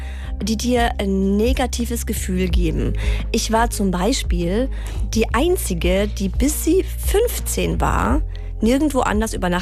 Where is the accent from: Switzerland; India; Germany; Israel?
Germany; Swabia; Ich komme ja aus dem Schwabenland.